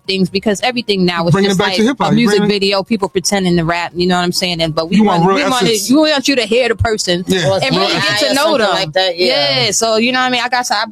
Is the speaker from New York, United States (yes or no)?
yes; New York, United States; But I'm from New York.